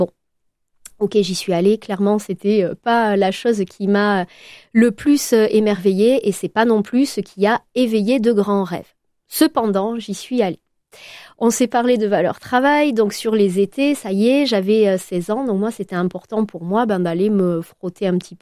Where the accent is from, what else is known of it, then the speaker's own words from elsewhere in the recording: Nouvelle-Aquitaine, France; born there; je suis née dans le Médoc, et donc j'ai des origines médocaines, mais j'ai également des origines basque.